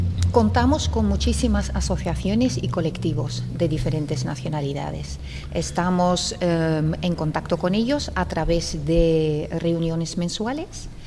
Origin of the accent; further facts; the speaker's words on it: Belgium; now in Granada, Spain; Digo, pues no me siento española. porque tengo la nacionalidad belga y al final donde uno haya nacido marca mucho también. Pero no me siento de fuera, me siento parte de aquí, me siento parte de la comunidad, me siento alfacina